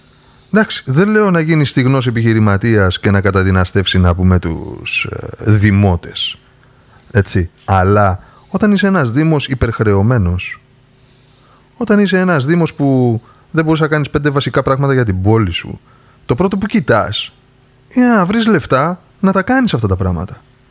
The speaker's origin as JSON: {"language": "Greek", "country": "Greece"}